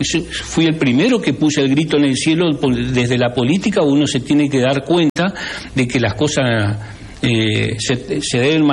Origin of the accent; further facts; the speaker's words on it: Avellaneda, Santa Fe, Argentina; yo que soy de Avellaneda, en Reconquista.